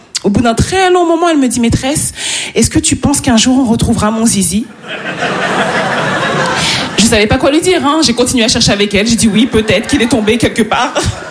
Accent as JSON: {"language": "French", "region": "Île-de-France", "country": "France", "tie": "born there"}